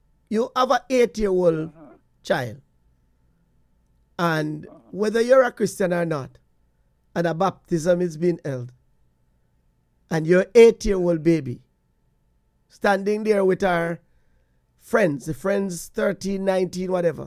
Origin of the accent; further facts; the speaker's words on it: Portland Cottage, Clarendon, Jamaica; when I was a boy growing up in Portland Cottage in Clarendon